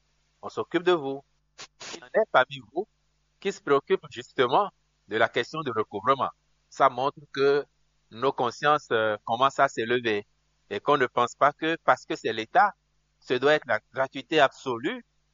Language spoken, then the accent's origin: French; Benin; comme je suis un Béninois responsable